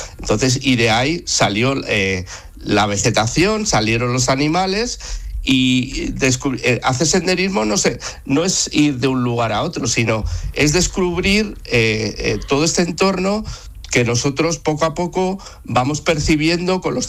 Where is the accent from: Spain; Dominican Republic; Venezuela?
Spain; northern Spain; moved away as an adult; now in Seville, Spain; yo soy del norte de España, llegué hace 12 años a Sevilla y estaba muy acostumbrado a ir todos los días al monte